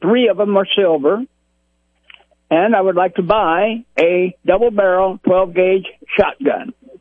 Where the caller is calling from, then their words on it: Marshall, Missouri, United States; I'm calling from Marshall